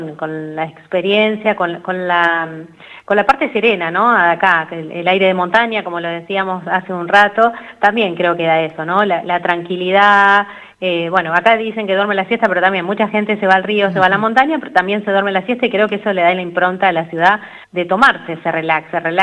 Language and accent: Spanish; Santa Fe, Argentina; moved away as an adult; now in San Rafael, Argentina; Yo soy de Santa Fe, vine hace unos años y aquí me quedé